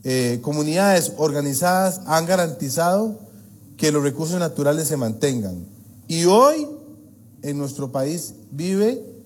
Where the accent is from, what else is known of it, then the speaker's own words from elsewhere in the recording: Costa Rica; Lamentablemente estamos en mi país en un gobierno de derecha, en un gobierno que ahora regala y cede temas al imperio y que quiere eliminar el tema de una Costa Rica con paz.